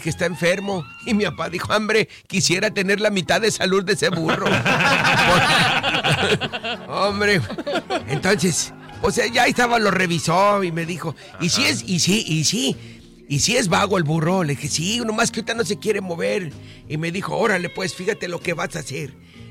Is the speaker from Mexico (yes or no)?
yes; Zacatecas, Mexico; now in Tijuana, Mexico; yo soy de Zacatecas. De Zacatecas, Zacatecas.